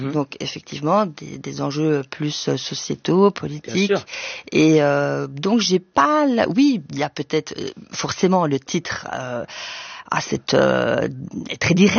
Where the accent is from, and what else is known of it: Luxembourg; born or raised there; moved away as an adult; also born or lived in Brussels, Belgium